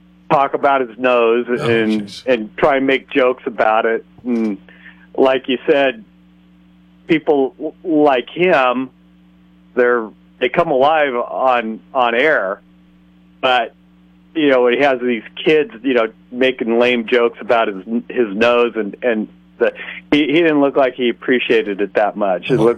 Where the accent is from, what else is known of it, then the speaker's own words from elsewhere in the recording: San Luis, United States; Well, I grew up in San Luis, and I remember Captain Buffoon.